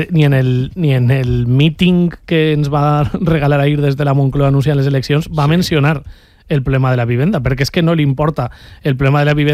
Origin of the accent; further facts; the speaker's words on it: Vila-real, Valencian Community, Spain; el meu poble de Vila-real.